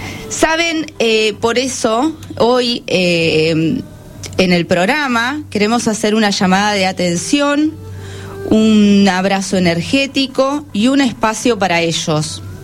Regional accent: Argentina; Es algo que siempre nos caracteriza como argentinos, recibir con los brazos abiertos.

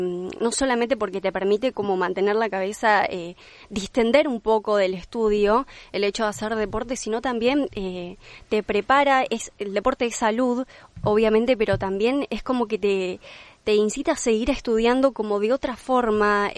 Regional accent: Cerrito, Entre Ríos, Argentina; Yo soy de Cerrito

